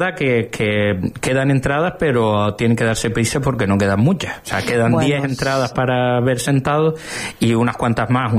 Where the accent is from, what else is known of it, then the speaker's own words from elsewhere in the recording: Masdache, Canary Islands, Spain; en Masdache, en mi pueblo.